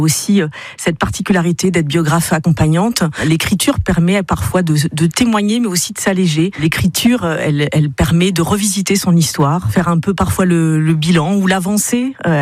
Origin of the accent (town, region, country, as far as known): Parigné-l'Évêque, Pays de la Loire, France; born or raised there; also born or lived in Le Mans